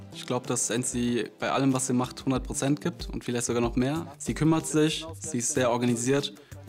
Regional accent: Taunusstein, Hesse, Germany; ich bin 29 Jahre alt, komme gebürtig aus Taunusstein

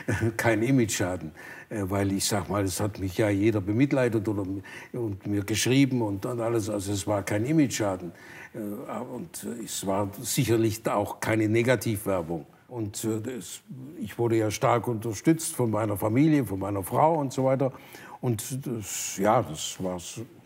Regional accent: Burladingen, Baden-Württemberg, Germany; also born or lived in St. Blasien; Ich bin im Krankenhaus in Sigmaringen geboren worden, weil das damals so war, dass man ins Krankenhaus ging. Aber ich bin hier geboren, das ist meine Heimat. Ich war in der Volksschule hier

